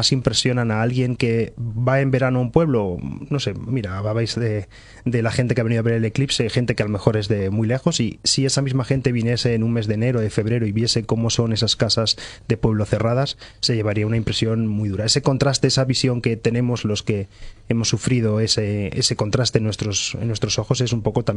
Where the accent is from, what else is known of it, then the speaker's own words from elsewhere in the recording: Spain; mi pueblo, en los años 90 se cerró la escuela. Yo fui uno de esos últimos chavales que fueron a la escuela en Babón